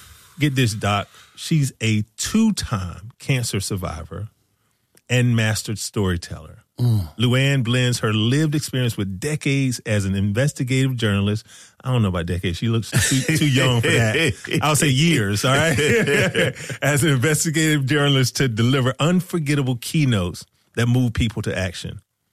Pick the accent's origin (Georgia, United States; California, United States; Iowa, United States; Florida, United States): Georgia, United States; Decatur; I'm from Decatur, where it's greater. I'm a Grady baby.